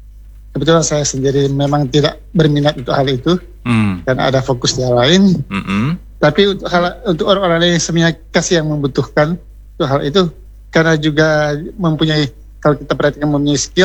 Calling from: North Sulawesi, Indonesia; khususnya di daerah saya itu di Kabupaten Minahasa.

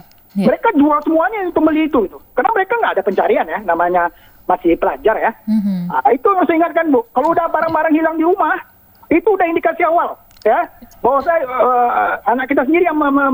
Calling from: Padang, West Sumatra, Indonesia; di Lubuk Kilangan.

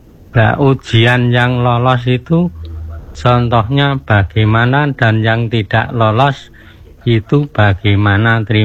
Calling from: Kotagede, Special Region of Yogyakarta, Indonesia; Izin tanya, Saya dari … Kota Gede.

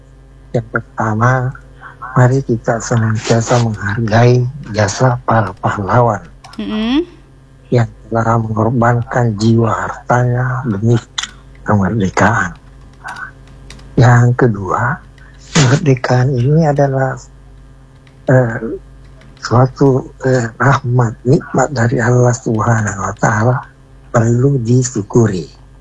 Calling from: Makassar, South Sulawesi, Indonesia; Kelurahan Barombong ini

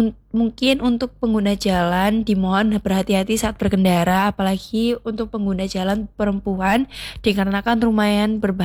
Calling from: Buduran, East Java, Indonesia; dari Buduran.

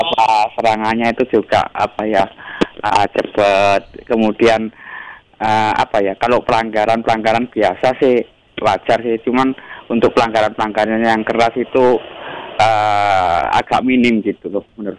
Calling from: Surabaya, East Java, Indonesia; Iya, saya ini dari Surabaya.

